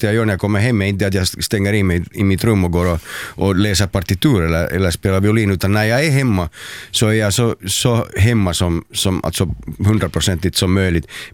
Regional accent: Helsinki, Uusimaa, Finland; Det är samma bostad där jag växte upp sedan jag var 5. Ja, vi bodde på ett annat ställe på Drumsö före det, men sedan jag var 5 så bodde vi just där var jag har mitt ställe nu också.

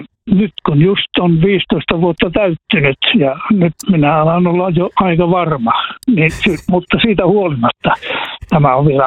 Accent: Kuusamo, North Ostrobothnia, Finland; Meillä Kuusamossa päin sanottaisiin, että spektaakkelista.

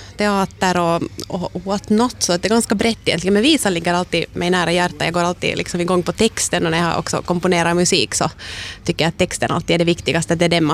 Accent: Porvoo, Uusimaa, Finland; Jag kommer från Borgå då. Och varit aktiv med visor alltså ända sedan kanske 15-20 års ålder när jag började spela där i trakten.

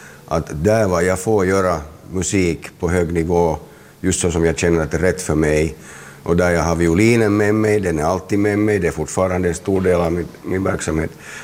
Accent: Helsinki, Uusimaa, Finland; jag är från Helsingfors, så jag känner mig definitivt hemma på Drumsö, där jag fortfarande har en bostad och där jag har bott sedan jag var 1 år gammal.

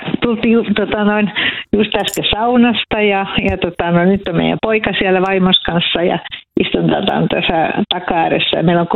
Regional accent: Vihti, Uusimaa, Finland; Me ollaan Vihdistä ja meillä on mökki täällä Korppossa

